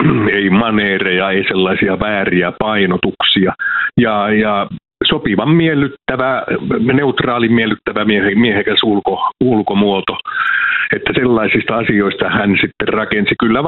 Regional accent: Savonia, Finland; No mä tunnustan aina, että mä oon semmoinen yleis-itäsuomalainen, eli mä oon savolainen

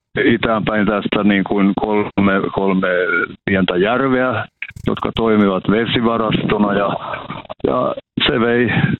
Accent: Petolahti, Ostrobothnia, Finland; now in Oravais, Finland; mä olen Petolahdesta kotoisin Etelä-Pohjanmaalta ja olen toiminut täällä kyläopettajana kyllä monena vuotena.

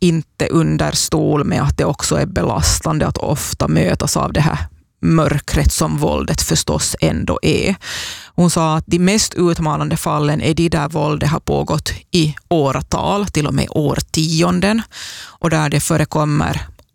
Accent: Ostrobothnia, Finland; Både du och jag är ju österbottningar

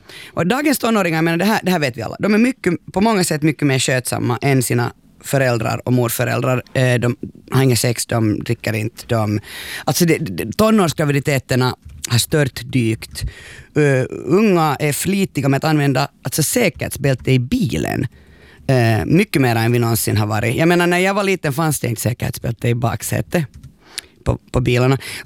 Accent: Finland; vi är ju finlandssvenska med Janne.

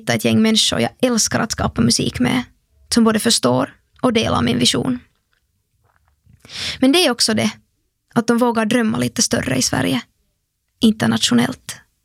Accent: Finland; moved away; also born or lived in London; Däremellan gör jag mitt bästa för att höras med familjen hemma i Finland.

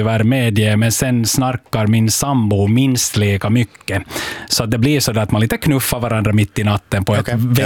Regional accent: Finland; vi är ju finlandssvenskar

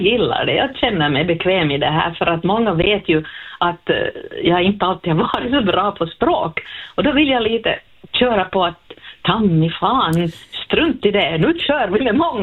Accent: Sweden; first language Swedish; att man får det att låta liksom skojig med att svenska är mitt modersmål och så här

